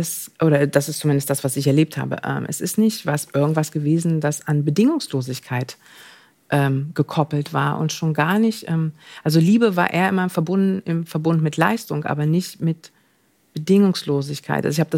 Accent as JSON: {"language": "German", "region": "East Germany", "country": "Germany", "said": "Nee, natürlich nicht. Ich komme aus dem Osten."}